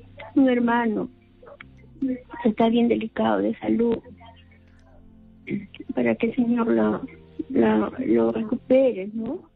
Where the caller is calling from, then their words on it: Tambo de Mora, Chincha, Ica, Peru; Llamo de Chincha Tambo de Mujer